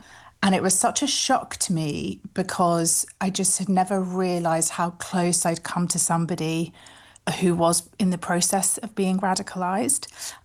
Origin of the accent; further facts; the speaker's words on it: Manchester, North West England, United Kingdom; when I had been a teenager growing up in Manchester